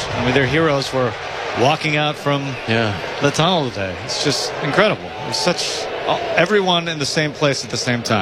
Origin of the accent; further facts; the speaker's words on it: Tacoma, Washington, United States; growing up in Tacoma